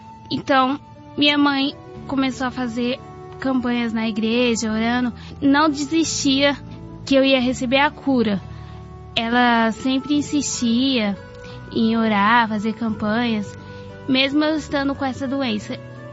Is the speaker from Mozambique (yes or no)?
no; São Paulo, Brazil; eu sou do Itaí Paulista.